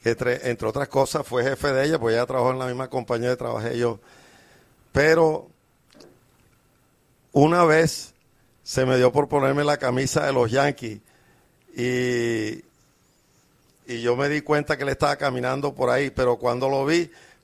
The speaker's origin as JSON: {"language": "Spanish", "region": "Caribbean Region", "country": "Colombia", "moved": "yes", "lives_now": "New York, United States", "said": "somos la colonia costeña"}